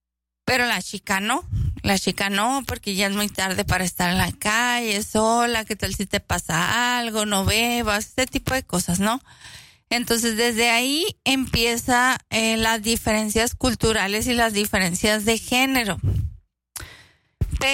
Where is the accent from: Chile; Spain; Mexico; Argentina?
Mexico; como mexicanos todos estamos envueltos en esta cultura